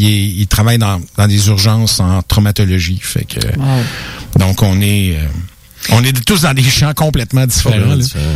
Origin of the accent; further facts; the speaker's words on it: Quebec City, Quebec, Canada; J'ai grossi à Québec. Je suis né... C'était dans Saint-Sacrement, je pense. Oui, c'est ça. Puis ben j'ai bourlingué dans les petites paroisses de Québec jusqu'à ce que j'aboutisse à Cap-Rouge.